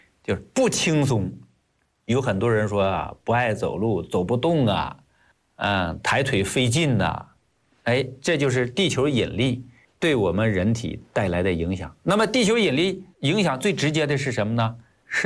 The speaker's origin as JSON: {"language": "Chinese", "country": "China", "said": "我们国家"}